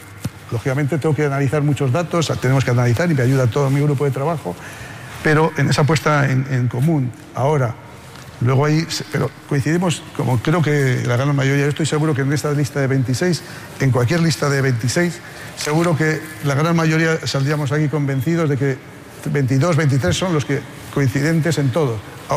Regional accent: Haro, La Rioja, Spain; en un pueblo maravilloso, que les invito a visitar, mi pueblo es Aro, en La Rioja, fantástico.

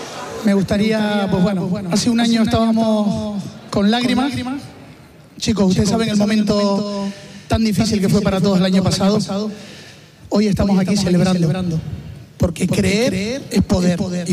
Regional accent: Canary Islands, Spain; Y ahora aquí hay gente al frente que somos canarios, somos tinerfeños y creemos en ellos.

